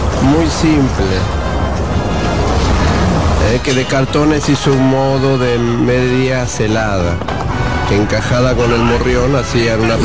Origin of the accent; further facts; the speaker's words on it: Argentina; Yo soy argentino.